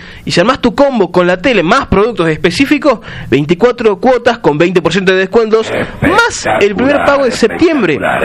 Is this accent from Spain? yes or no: no; Uruguay; Y siendo uruguayo, te bancaba mucho el partido contra Ghana en 2010.